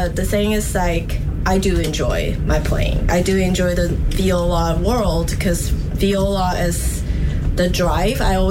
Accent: Taiwan; moved away; All right, so, well, I'm from Taiwan

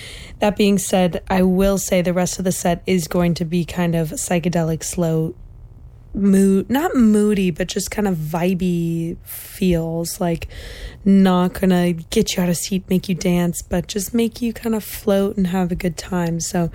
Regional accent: Minneapolis, Minnesota, United States; now in Los Angeles, United States; I am originally from Minneapolis, grew up in funk music

